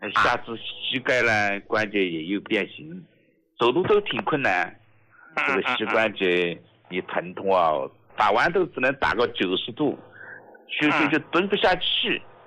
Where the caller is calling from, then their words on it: Nantong, Jiangsu, China; 我来自江苏南通的。